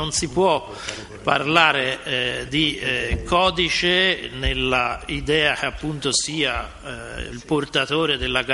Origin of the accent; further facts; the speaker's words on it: Florence, Tuscany, Italy; in quanto fiorentino